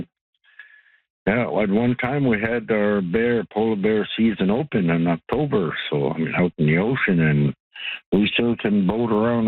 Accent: Cape Parry, Northwest Territories, Canada; born there; I was born in Cape Parry, and you know, all that land around between here and there is part of our heritage and culture.

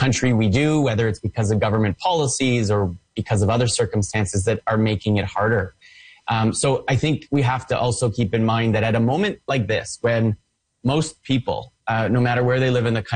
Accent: Canada

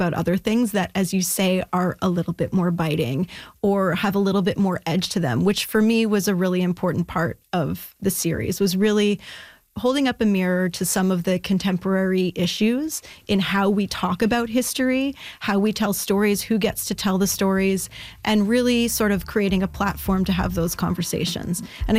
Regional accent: Ottawa, Ontario, Canada; I'm actually from Ottawa originally

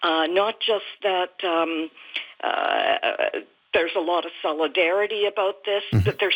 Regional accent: Canada; I'm feeling proud of my fellow Canadians.

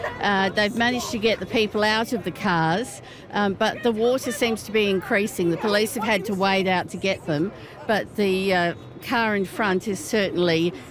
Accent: Adelaide, South Australia, Australia; we're from Adelaide in Australia.

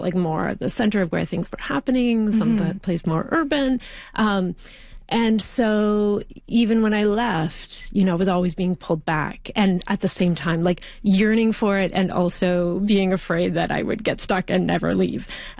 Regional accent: Ontario, Canada; Yes, well, I grew up in Northern Ontario. It's where I am from. It's sort of in my bones, I guess, and rural Northern Ontario, like in the bush on a dead end gravel road off the Trans-Canada Highway

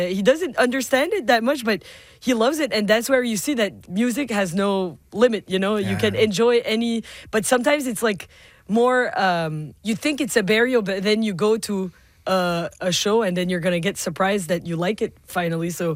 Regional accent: Dieppe, New Brunswick, Canada; What I loved about, especially growing up in Dieppe, right close to Moncton, is that the community is so there for you.

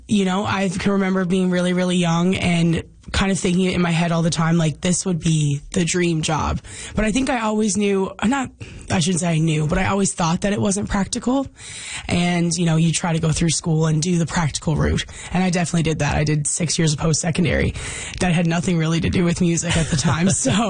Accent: Wabush, Newfoundland and Labrador, Canada; now in St. John's, Canada; Growing up in Wabash was a wonderful experience, but I definitely, growing up in a small community, did a lot of comparing myself.

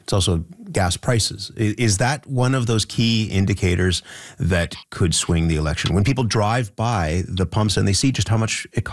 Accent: Canada; Can I ask you just as a Canadian, we would be very interested in this race

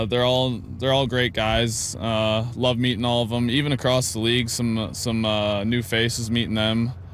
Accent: Muenster, Saskatchewan, Canada; I am from Saskatchewan. I'm from Munster, Saskatchewan, actually.

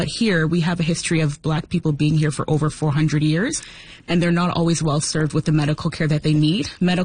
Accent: Toronto, Ontario, Canada; I'm from Toronto, where the options for Black healthcare providers are greater than they are in Halifax.

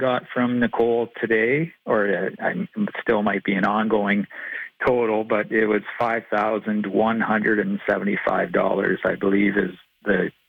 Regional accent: Wingham, Ontario, Canada; now in Sarnia, Canada; Yeah, I guess just the initial idea was being born and raised in Wingham and kind of migrated to Sarnia for schooling and then kind of met my wife down here and been kind of my second half of my life has been Sarnia.

